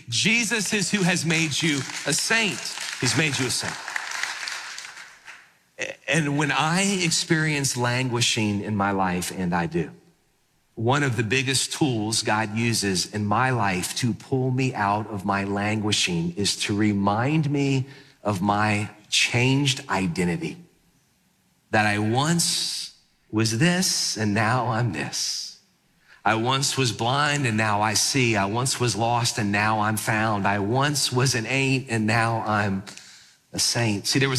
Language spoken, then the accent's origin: English; New Orleans, Louisiana, United States; I grew up in New Orleans. All my buddies growing up were Catholic, and so I heard about the saints in the Catholic Church.